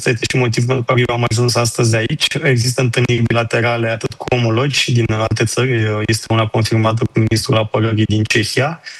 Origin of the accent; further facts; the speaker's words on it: Romania; Și eu sunt român și eu merg cu trenul și eu văd probleme.